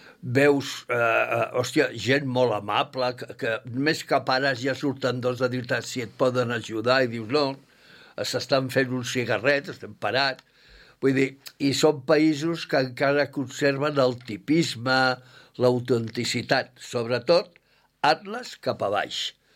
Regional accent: Barcelona, Catalonia, Spain; d'on sou? I li vaig dir: de Barcelona.

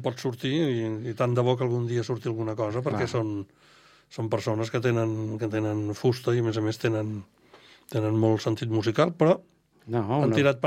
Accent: Barcelona, Catalonia, Spain; Vaig néixer a Barcelona i he viscut a fora per estudis i tal, però sí, sóc de Barcelona i visc a Barcelona.

